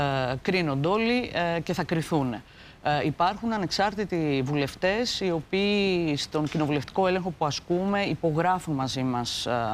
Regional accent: Greece; ως Ελληνίδα πολίτης

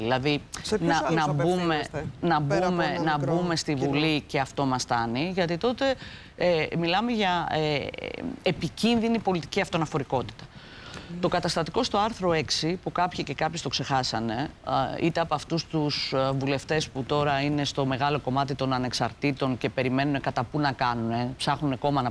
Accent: Greece; ως Ελληνίδα πολίτης

